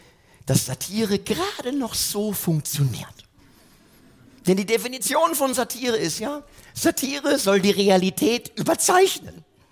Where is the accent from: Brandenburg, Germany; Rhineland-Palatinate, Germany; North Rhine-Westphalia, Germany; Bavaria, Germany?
Rhineland-Palatinate, Germany; Mainz; weil ich natürlich als Mainzer es immer sehr genieße, in Mainz zu spielen.